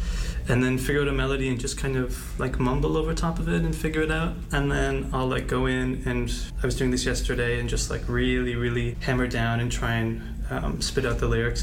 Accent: Orillia, Ontario, Canada; I'm Canadian and... I'm from a small town called Orillia, a couple hours north of Toronto. And I don't know, maybe there's like a small town accent thing or something, but like, I don't know, my family doesn't think I have an accent

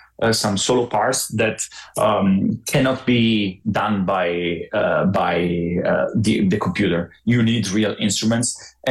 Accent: Italy; I'm from Italy

